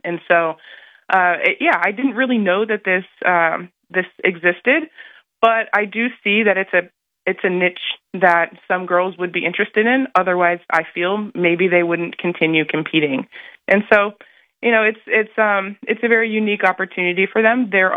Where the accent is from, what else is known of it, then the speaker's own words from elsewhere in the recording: New Jersey, United States; moved away as an adult; now in Arizona, United States; I'm from New Jersey, but my dad lives here in Arizona